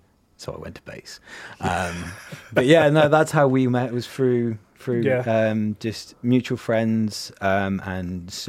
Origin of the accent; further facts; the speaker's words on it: Box, South West England, United Kingdom; moved away as an adult; also born or lived in Kidderminster; now in Stourport, United Kingdom; I'm originally from Box, just outside Bath in the Southwest, and met my partner from Facebook, and we got together in the May, and I moved up here in the October.